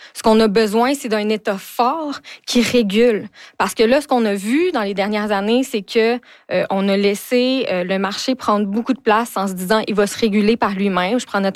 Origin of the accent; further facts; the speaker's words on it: Val-d'Or, Quebec, Canada; moved away as an adult; je suis originaire de Val-d'Or. Je suis née, j'ai grandi là-bas, puis j'ai quitté la région pour les études.